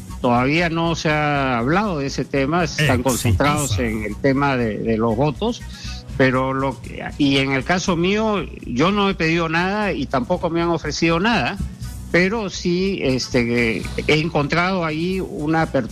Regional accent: Peru; todos somos peruanos

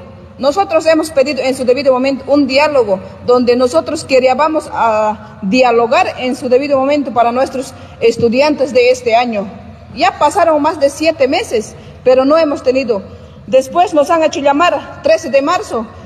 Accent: Cochabamba, Bolivia; nosotros somos del Trópico de Cochabamba productores

